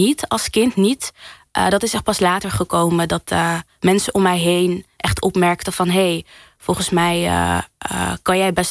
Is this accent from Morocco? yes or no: yes; Morocco